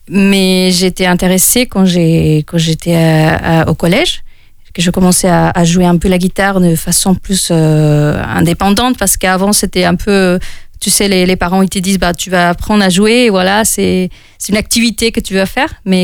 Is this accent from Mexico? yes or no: yes; Veracruz, Mexico; French is a second language; now in France; Et oui, je suis mexicaine de Veracruz. Et je suis chanteuse et musicienne depuis mes 15 ans. Et je suis là en France depuis 4 ans et demi.